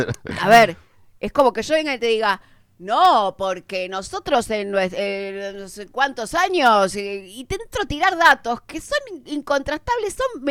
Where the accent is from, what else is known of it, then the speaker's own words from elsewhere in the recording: Argentina; una sociedad como la nuestra, como la argentina.